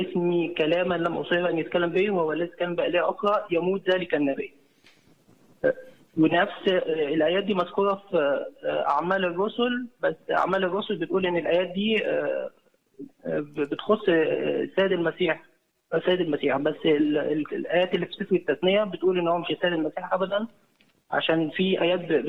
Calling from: Cairo, Cairo Governorate, Egypt; من القاهرة

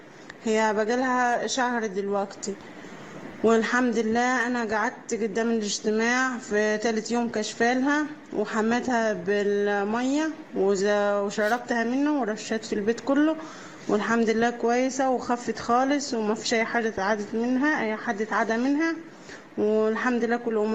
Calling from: El Qusiya, Asyut Governorate, Egypt; انا بنت الرب من اسيوط القصيه

